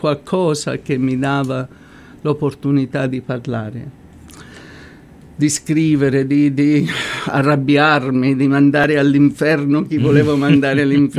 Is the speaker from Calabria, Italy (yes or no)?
no; Ceprano, Lazio, Italy; born there; Allora, io sono nata a Ceprano e mio papà venne in Canada nel 1956, perché dopo la guerra la nostra zona nel Lazio è stata molto molto distrutta